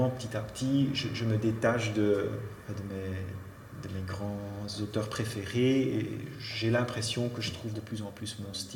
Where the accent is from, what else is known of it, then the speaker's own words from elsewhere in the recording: Knokke-Heist, Flanders, Belgium; born there; À la côte belge, oui, Knok.